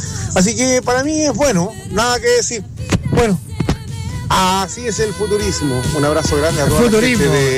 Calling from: San Vicente de Tagua Tagua, O'Higgins, Chile; soy de acá de San Vicente de Tahuatahua.

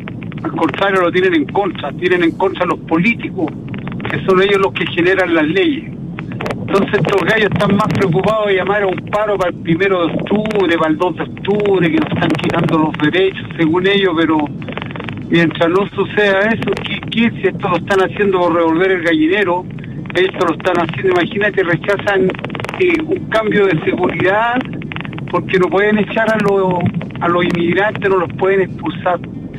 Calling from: Chile; Están inocentes, somos los chilenos, César.

